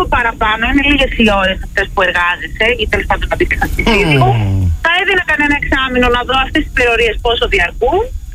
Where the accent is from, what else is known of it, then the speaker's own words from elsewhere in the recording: Thessaloniki, Central Macedonia, Greece; από τη Θεσσαλονίκη.